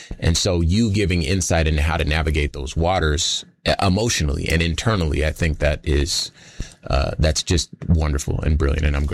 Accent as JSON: {"language": "English", "town": "Compton", "region": "California", "country": "United States", "said": "I've lived a life that I, you know, I'm from Compton."}